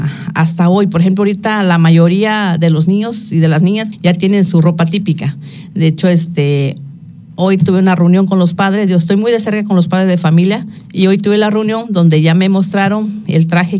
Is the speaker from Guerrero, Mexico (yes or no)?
yes; Zacualpan, Guerrero, Mexico; first language Amuzgo; Spanish is a second language; Soy de Zacualpan. Siento lo que es ser una mujer amusga. Con mucho orgullo lo digo y precisamente por eso lo hago, porque soy de ahí, hablo mi lengua y sé lo que valgo